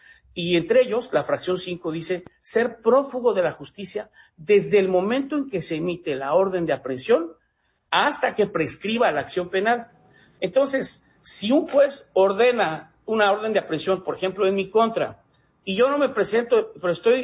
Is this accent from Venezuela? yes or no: no; Mexico